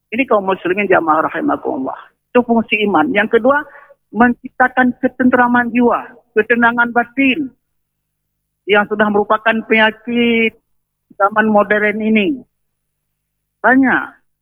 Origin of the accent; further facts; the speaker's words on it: Aceh, Indonesia; Kita dari Aceh harus mencari ilmu di tempat lain. Yang dulu orang lain datang ke Aceh.